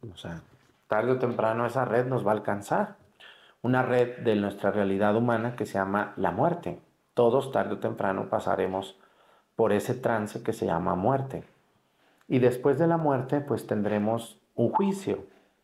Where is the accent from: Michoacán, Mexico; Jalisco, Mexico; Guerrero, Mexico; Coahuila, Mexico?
Jalisco, Mexico; Mexticacán; yo de niño aprendí en Mexicacán, cuando me llevaba mi abuela a rezar rosarios de los muertos